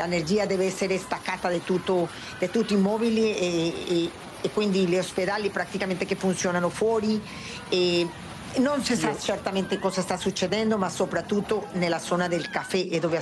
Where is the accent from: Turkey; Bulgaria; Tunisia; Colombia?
Colombia; Pereira, Risaralda; Italian is a second language; Io sono nata in Pereira, sono originalmente della città di Pereira, che è stata la più colpita.